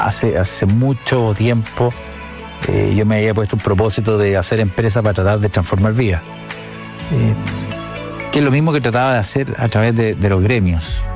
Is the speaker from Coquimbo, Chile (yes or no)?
yes; Coquimbo, Chile; moved away as an adult; yo soy nacido en Coquimbo, estudié en el colegio en Coquimbo, después estudié agronomía acá en la Católica, de una familia de empresarios